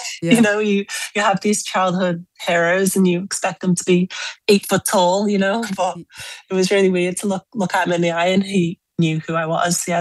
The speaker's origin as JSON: {"language": "English", "town": "Liverpool", "region": "North West England", "country": "United Kingdom", "tie": "born there", "also_born_or_lived": "Bahamas", "said": "I spent the first year of my life in the Bahamas and then my mum brought me back to the UK. I was born in Liverpool."}